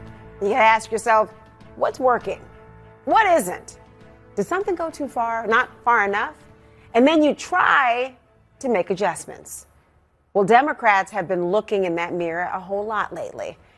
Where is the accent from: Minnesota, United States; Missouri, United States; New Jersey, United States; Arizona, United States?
Minnesota, United States; moved away; the state next door, my home state, Minnesota.